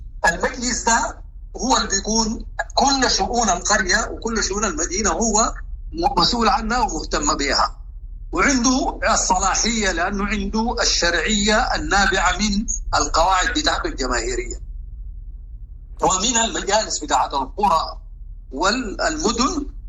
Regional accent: Sudan; دي نحن عندنا في السودان ما حصلت منذ الاستقلال والى اليوم.

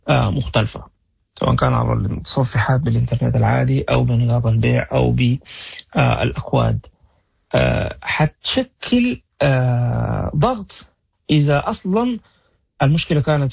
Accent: Sudan; عندنا في السودان

